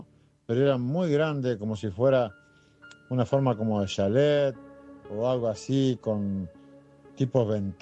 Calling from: Gualeguaychú, Entre Ríos, Argentina; de Gualeguaychú, Entre Ríos.

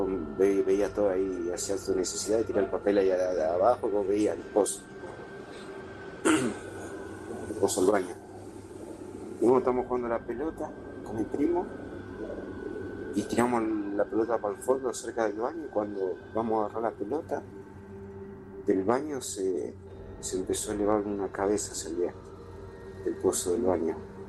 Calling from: Gregorio de Laferrere, Buenos Aires Province, Argentina; de La Ferrera.

